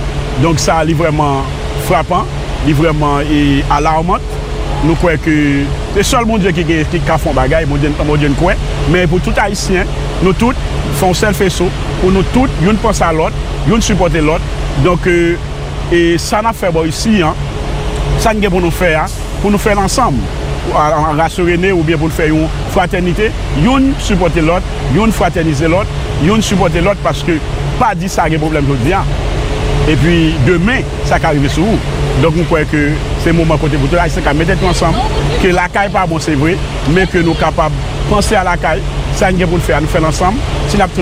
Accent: Haiti; Donc nous-mêmes haïtiens, nous avons dit place nous pas là

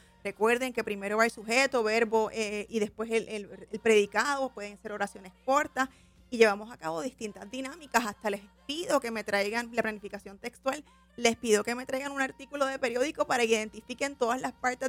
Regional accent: Mayagüez, Puerto Rico; now in Cupey, Puerto Rico; Yo soy de Mayagüez.

